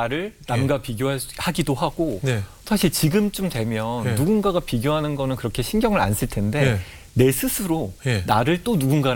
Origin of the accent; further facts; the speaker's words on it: South Korea; 뭐 사실 뭐 대한민국에서 태어나서 성장을 한다는 건 떴을 때부터